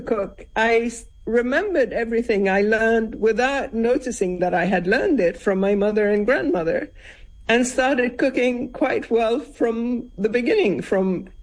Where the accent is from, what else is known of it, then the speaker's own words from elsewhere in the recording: Beirut, Beirut Governorate, Lebanon; first language Arabic; English is a second language; moved away; also born or lived in Syria / Italy; now Lebanon is in a very sad, sorry state. But when I grew up there before, you know, the civil war, we did have a kind of mini civil war when I was six. It was, you know, it was Dolce Vita. It was like you had bars and cafes where my parents lived in Western Beirut.